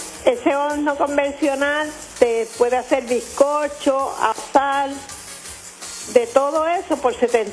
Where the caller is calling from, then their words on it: Aguadilla, Puerto Rico; soy de Aguadilla